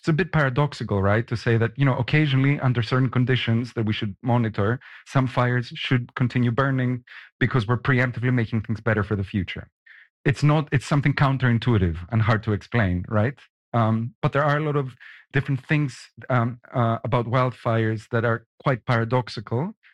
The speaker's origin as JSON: {"language": "English", "country": "Greece", "said": "So I was expecting interest from my home country, maybe countries in the Mediterranean."}